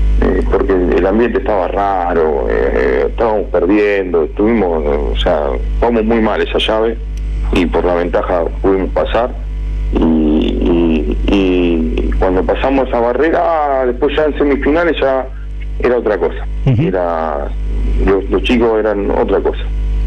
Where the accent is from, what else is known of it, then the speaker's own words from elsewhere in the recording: Federación, Entre Ríos, Argentina; Te vuelvo a repetir, yo de donde vengo, en Federación estoy acostumbrado a esto, a tener solamente cuatro por año, a hacernos fuerte con los locales